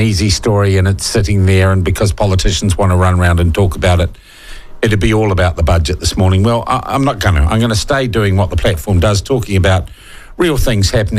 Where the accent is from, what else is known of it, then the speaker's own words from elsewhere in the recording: New Zealand; I myself posted about the sense of loss I felt as a New Zealander at the passing of Jules Top.